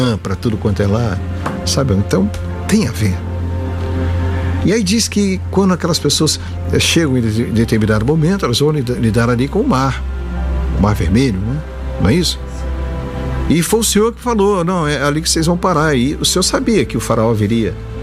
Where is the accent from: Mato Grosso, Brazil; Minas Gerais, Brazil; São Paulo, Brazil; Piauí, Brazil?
Minas Gerais, Brazil; somos do estado de Minas Gerais